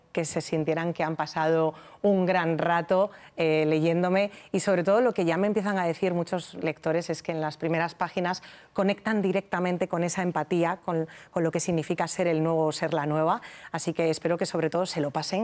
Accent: Castile and León, Spain; soy leonesa, pero toda mi familia procede de Galicia, repartidos entre Ribeira Sacra y A Coruña, o sea que al final procedo de ahí, esos son mis orígenes

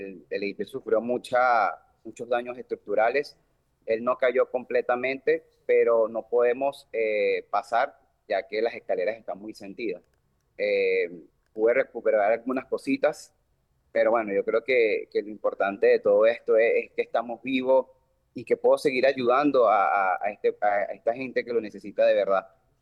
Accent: La Guaira, Venezuela; estoy aquí dándolo todo por mi pueblo, que es el de la Guaira.

